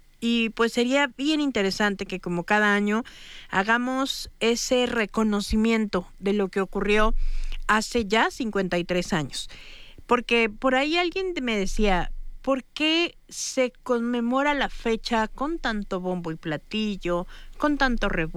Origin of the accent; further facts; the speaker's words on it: Irapuato, Guanajuato, Mexico; nos muestra a los irapuatenses lo fregones que somos